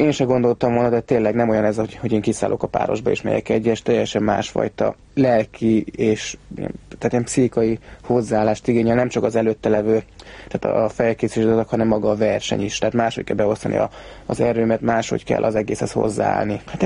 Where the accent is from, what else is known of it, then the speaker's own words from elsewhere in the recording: Budapest, Hungary; born there; Pesten születtem, ott is lakomanyaik, azok érre költöztek 4 évvel ezelőtt, 2 kutyával ott.